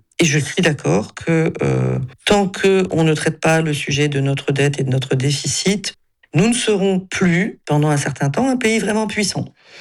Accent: Nouvelle-Aquitaine, France; je parle avec beaucoup de Français à travers la France et notamment chez moi en Béarn

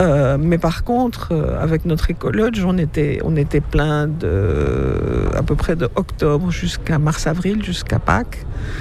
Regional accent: Belgium; Alors voilà, je suis une Belge de l'extérieur. Ma mère était déjà une globe-trotteur pour un métier tout à fait différent du mien.

